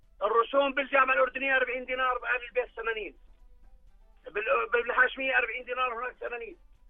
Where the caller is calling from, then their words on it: Jordan; عندنا في الأردن